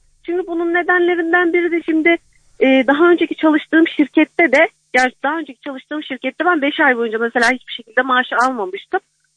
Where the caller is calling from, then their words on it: Balıkesir, Turkey; Balıkesir'den arıyorum.